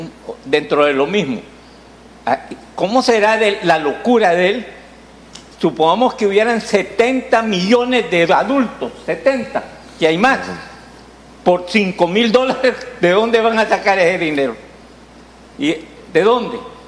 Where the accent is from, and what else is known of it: El Salvador